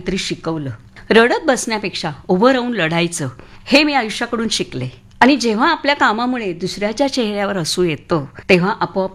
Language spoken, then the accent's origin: Marathi; Mulund, Maharashtra, India; now in Badlapur, India; माझं आयुष्य मुलुंडमध्ये गेलं.